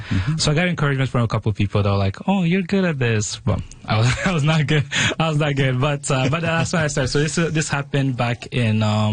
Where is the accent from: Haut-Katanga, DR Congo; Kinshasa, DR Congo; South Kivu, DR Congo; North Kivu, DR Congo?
South Kivu, DR Congo; Bukavu; now in Canada; So living in Congo at the time, I'm from Bukavu, so it's on the eastern side of Congo.